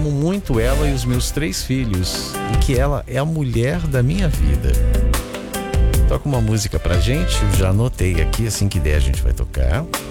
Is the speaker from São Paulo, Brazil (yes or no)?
yes; São Paulo, Brazil; Eu sou de São Paulo.